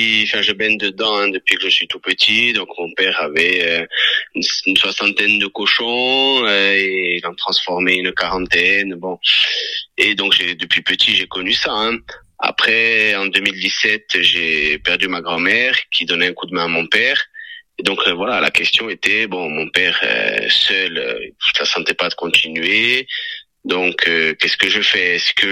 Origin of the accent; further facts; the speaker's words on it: Corsica, France; j'ai 33 ans. Je suis originaire de Serralisco-Pamen dans l'Alta Rocque.